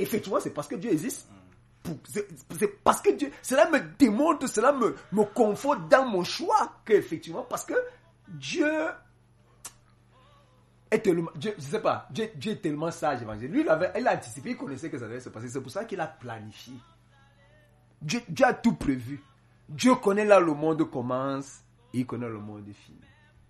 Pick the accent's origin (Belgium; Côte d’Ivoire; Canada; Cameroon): Cameroon; Il y a un adage chez nous en Bassa qui dit « Mama gwele bondi burba yidjam ».